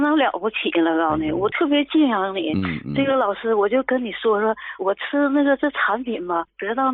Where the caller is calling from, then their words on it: Shenyang, Liaoning, China; 我是沈阳的。